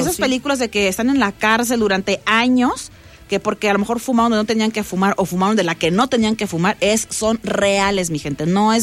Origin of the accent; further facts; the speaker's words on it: Mexico; Desde ahí como, deja, ya como mexicano, ya deja, ya como humano estás fallando.